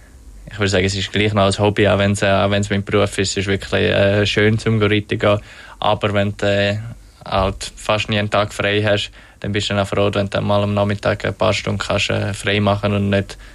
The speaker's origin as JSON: {"language": "German", "country": "Switzerland"}